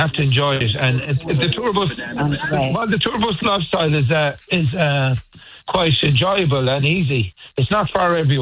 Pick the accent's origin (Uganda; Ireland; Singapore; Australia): Ireland; Tuam, Connacht; we're from Tuam and we consider ourselves very urban.